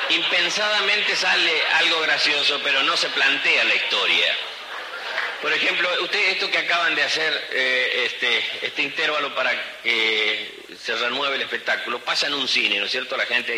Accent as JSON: {"language": "Spanish", "region": "Chaco", "country": "Argentina", "said": "ya que no soy yo de Buenos Aires, sino yo soy de una provincia, se llama Chaco, que está en el noreste."}